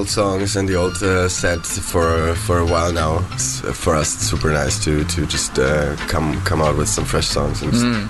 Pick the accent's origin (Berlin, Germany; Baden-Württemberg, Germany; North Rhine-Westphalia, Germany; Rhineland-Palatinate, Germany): Berlin, Germany; moved away as an adult; also born or lived in The Hague, Netherlands; I grew up in Berlin and went to Holland, to Den Haag, to study there.